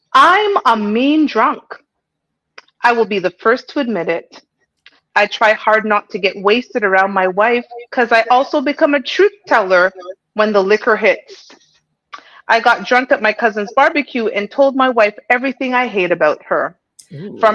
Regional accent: Canada; now in Toronto, Canada; we are from Canada.

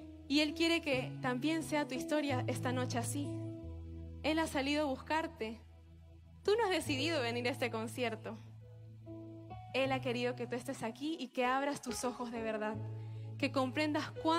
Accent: Ecuador; Bueno, ya saben que … soy de Ecuador y quiero decirles antes que otra cosa, que estoy muy feliz de estar en Arica

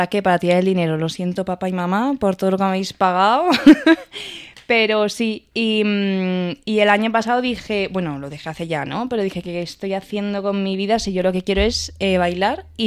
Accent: Cuenca, Castilla-La Mancha, Spain; moved away as an adult; now in Madrid, Spain; yo soy de Cuenca

